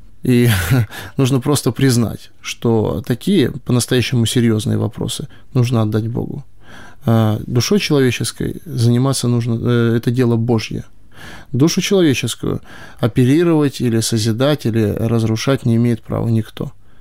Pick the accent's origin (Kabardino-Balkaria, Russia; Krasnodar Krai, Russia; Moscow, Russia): Moscow, Russia; moved away as an adult; now in Kharkiv Oblast, Ukraine; Я из Москвы